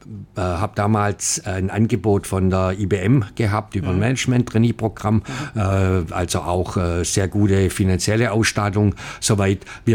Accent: Welzheim, Baden-Württemberg, Germany; Wir kommen aus dem schwäbischen Mittelstand, Maschinenbau, deshalb bin ich Diplom-Ingenieur in meinem Heimatort Welzheim.

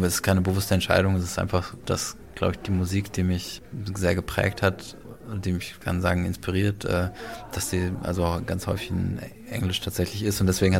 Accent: North Rhine-Westphalia, Germany; now in Berlin, Germany; Nee, ich bin in NRW aufgewachsen, bin jetzt aber schon mehr als 10 Jahre in Berlin. So langsam werde ich Berliner.

